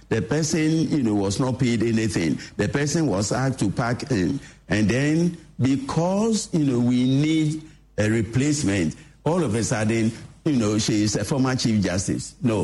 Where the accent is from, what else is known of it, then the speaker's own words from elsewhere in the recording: Ghana; I'm a Ghanaian, so I know how these things work.